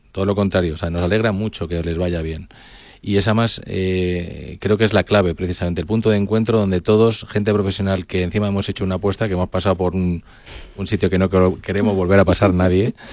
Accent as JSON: {"language": "Spanish", "country": "Spain", "said": "somos latinos, somos españoles"}